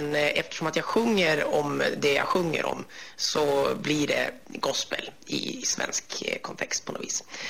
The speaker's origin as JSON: {"language": "Swedish", "town": "Umeå", "region": "Västerbotten County", "country": "Sweden", "said": "Jag är en 44-årig glad man från Umeå som arbetar som artist."}